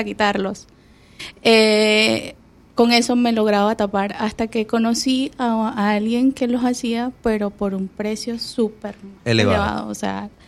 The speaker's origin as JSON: {"language": "Spanish", "country": "Venezuela", "also_born_or_lived": "Colombia / Dominican Republic", "moved": "as an adult", "lives_now": "Panama", "said": "después me hago mi primer curso allí en Venezuela. Soy nacionalidad de Venezuela, hago la primera capacitación allí"}